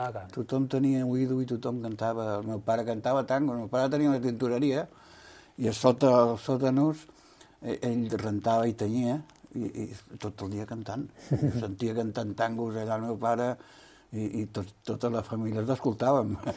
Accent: Cubelles, Catalonia, Spain; also born or lived in Vilanova; jo vaig néixer a Vilanova, la gent em coneix a mi per … És quan vaig vindre a Cubelles, de molt petit, que vaig vindre aquí

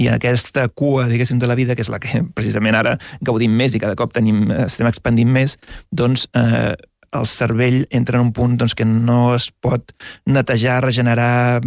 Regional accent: Catalonia, Spain; Sí, els dos som catalans, la meva dona també és catalana.

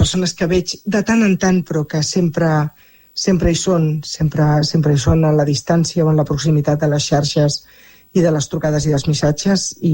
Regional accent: Sant Boi de Llobregat, Catalonia, Spain; ser santboiana. Els meus pares, fa 60 i molts anys, van venir a Sant Boi. Podien haver anat a algun altre lloc del món, però van triar Sant Boi. Era el destí que fos Sant Boi. I això m'ha permès néixer

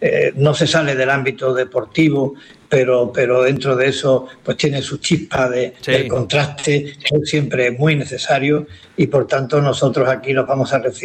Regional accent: Spain; Lo comprendo, pero digamos que estando hablando con usted, soy de España

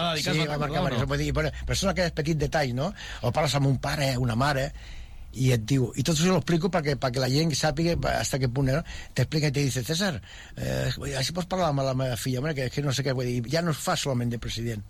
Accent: Terrassa, Catalonia, Spain; Aunque soc fill de Terrassa, però ja estic ben pensant...

